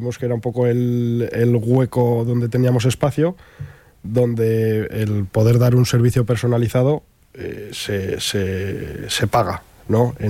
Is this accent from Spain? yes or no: yes; Zaragoza, Aragon, Spain; moved away as an adult; now in Pamplona, Spain; yo en mi caso vengo de Zaragoza, de empresa familiar también. Sí que es verdad que sin relevo generacional, por circunstancias, aparecí en Pamplona hace 10 años, hace 11 ya, por la que es hoy en día mi mujer.